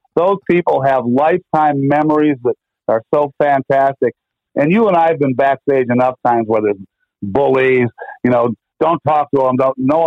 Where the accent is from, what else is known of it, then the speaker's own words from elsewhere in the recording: Cleveland, Ohio, United States; I'm from Cleveland. I have a Cleveland Indian hat on with Chief Wahoo, you know.